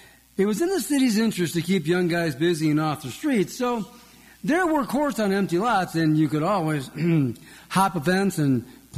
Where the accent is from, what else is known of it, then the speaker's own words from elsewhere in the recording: New York City, New York, United States; I grew up in the Bronx in New York City. The population density was high and the average income was low.